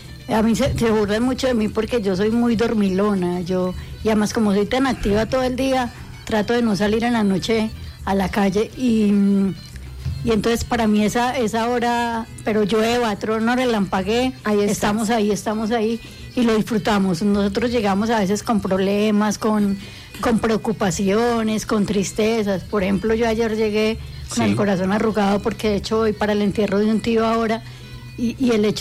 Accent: Manizales, Caldas, Colombia; also born or lived in Támesis / Bogotá; now in Guarne, Colombia; Angie, no, yo no soy guarneña. Yo nací en Támesis y crecí entre Manizales y Bogotá. Llevo 14 años viviendo en Guarne.

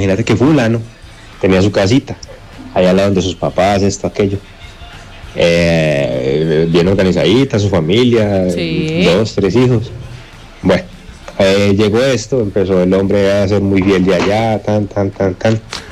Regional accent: Puente Iglesias, Antioquia, Colombia; born there; now in Medellín, Colombia; De la tierrita donde yo soy, de Puente Iglesias, ahí yendo para Tamesis.

